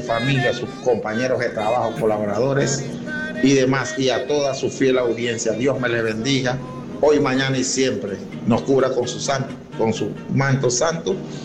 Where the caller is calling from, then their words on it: Santiago de Veraguas, Veraguas, Panama; de Santiago, la tierra que crece solita.